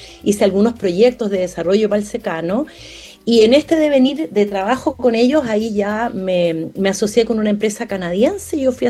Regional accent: O'Higgins, Chile; No, no, yo soy de O'Higgins.

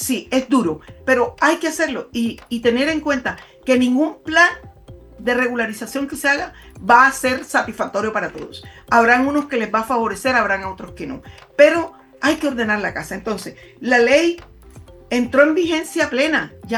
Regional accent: Colombia; now in Los Lagos, Chile; yo soy chilena y soy chilena de corazón, naturalizada, y amo este país como el mío. Eso sí, eso llega hasta que juegan Colombia y Chile. Cuando juegan Colombia me olvido de Chile.

